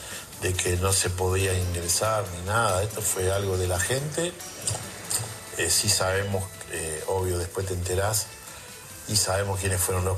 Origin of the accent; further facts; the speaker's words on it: Argentina; Y yo también, porque somos argentinos y porque estamos orgullosos.